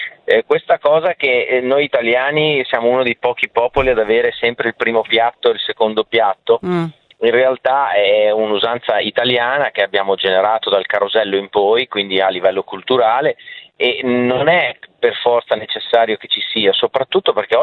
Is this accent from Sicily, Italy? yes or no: no; Faenza, Emilia-Romagna, Italy; io sono di Faenza